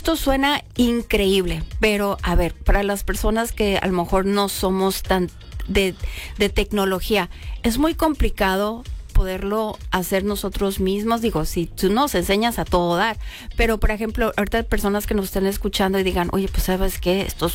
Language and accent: Spanish; Tijuana, Baja California, Mexico; moved away as an adult; now in Los Cabos, Mexico; yo crecí en Tijuana y me vine a vivir aquí a Los Cabos en el 2009.